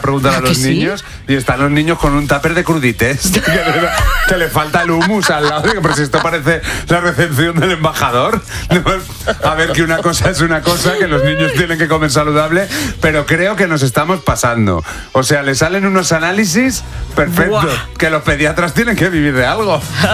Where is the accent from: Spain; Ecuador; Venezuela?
Spain; Salamanca, Castile and León; Fíjate, yo sé que tú eres de Zamora, yo soy de Salamanca.